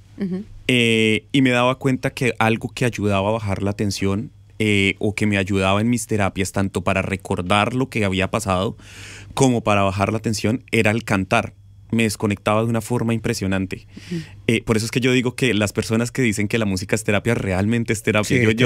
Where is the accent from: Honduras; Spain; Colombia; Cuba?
Colombia; Colombiano.